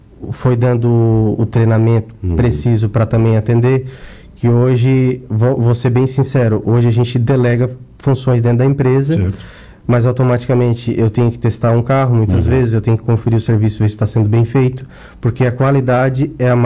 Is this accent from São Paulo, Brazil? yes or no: no; Içara, Santa Catarina, Brazil; Sou natural de Sara.